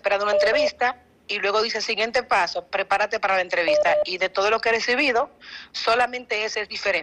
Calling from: Santo Domingo, Dominican Republic

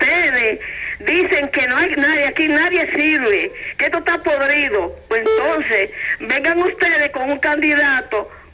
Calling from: Dominican Republic; Como dominicana que soy

